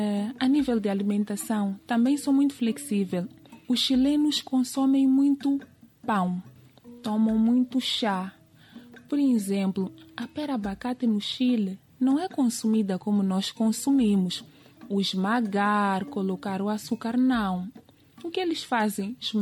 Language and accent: Portuguese; Mozambique; Eu creio que nós, enquanto moçambicanos, não temos olhar centrado para países da América Latina.